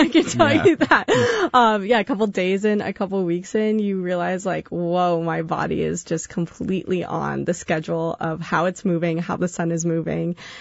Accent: Tahoe, California, United States; I think, so I grew up in Tahoe, so I think the Sierras are best enjoyed in the spring and the fall when there's less crowds.

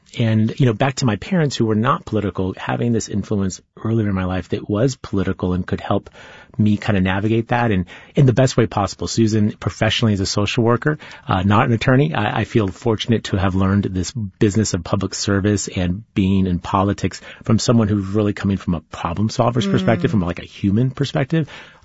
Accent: San Diego, California, United States; growing up in Claremont was very instructive for my political career

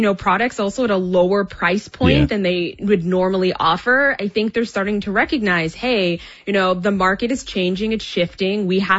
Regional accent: Toronto, Ontario, Canada; I'm from Toronto. I'm from Canada.

